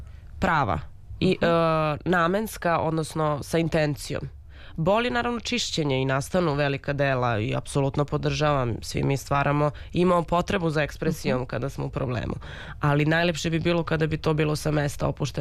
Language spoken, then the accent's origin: Serbian; Serbia; Mi kao Srbi teško biramo da budemo srećni.